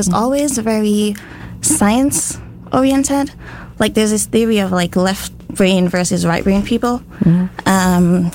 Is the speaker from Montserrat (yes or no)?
yes; Montserrat; I think that it was as simple as, like, growing up on Montserrat. So growing up with a volcano in your background, like, 30 minutes drive away from where you live.